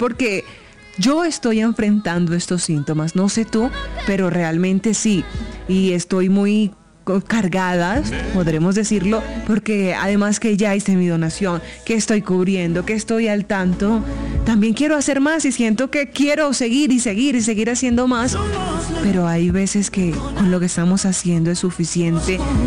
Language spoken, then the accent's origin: Spanish; Colombia; nos duele como colombianos, porque es nuestra patria, es nuestra tierra.